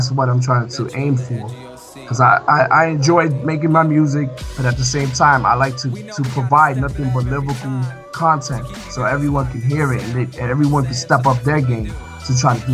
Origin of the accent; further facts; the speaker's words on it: New York City, New York, United States; I'm from Harlem, New York.